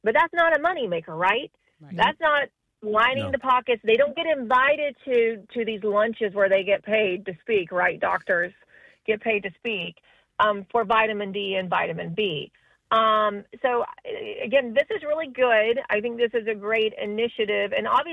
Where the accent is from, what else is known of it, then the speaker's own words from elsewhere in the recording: Virginia, United States; I'm from Southwest Virginia